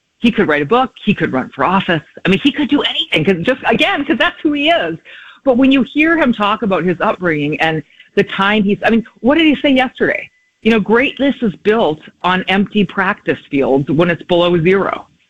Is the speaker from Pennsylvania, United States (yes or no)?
no; Minnesota, United States; moved away; Growing up in Minnesota in the summertime, good times.